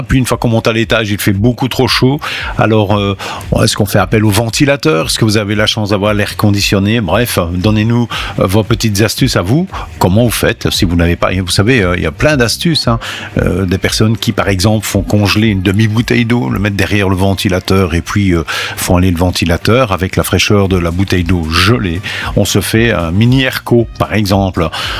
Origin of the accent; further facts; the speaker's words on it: Belgium; chez nous en Belgique